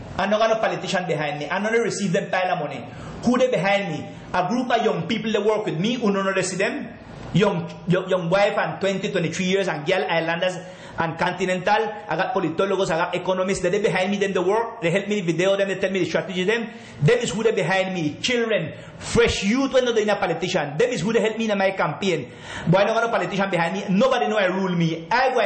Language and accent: English; Providence, San Andrés and Providencia, Colombia; English is a second language; say I am from Providence. My dwelling is Providence. And well, I got a house there in the mainland city, Colombia.